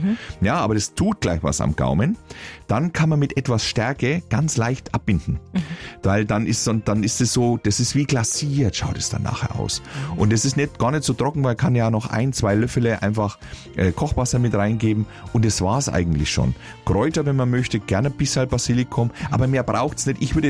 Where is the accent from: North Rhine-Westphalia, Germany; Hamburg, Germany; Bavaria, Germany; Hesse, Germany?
Bavaria, Germany; weil ich sie als Franke nicht aussprechen kann